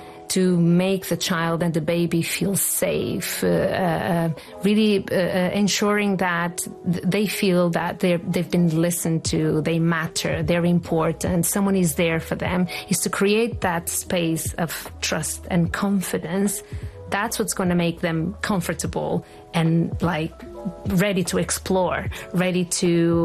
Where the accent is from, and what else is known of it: Porto, Norte, Portugal; English is a second language; moved away as an adult; now in Oman